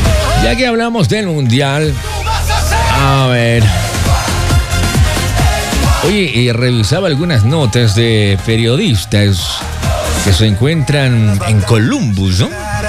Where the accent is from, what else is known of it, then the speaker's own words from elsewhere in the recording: Ecuador; los ecuatorianos estamos aún resentidos con la tri.